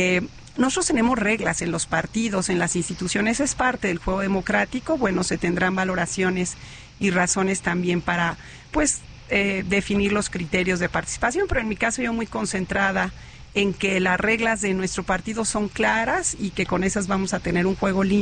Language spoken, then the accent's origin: Spanish; Uruapan, Michoacán, Mexico; yo soy de Uruapan